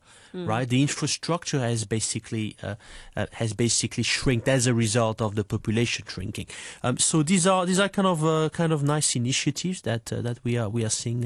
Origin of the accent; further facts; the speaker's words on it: France; moved away; I am originally from France